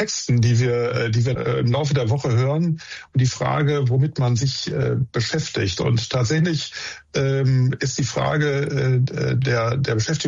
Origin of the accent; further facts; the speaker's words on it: Wesel, North Rhine-Westphalia, Germany; moved away as an adult; also born or lived in Hamm; now in Münster, Germany; Geboren bin ich in Hamm-Westfalen, gar nicht so weit weg von hier, aber aufgewachsen in Wesel am Niederrhein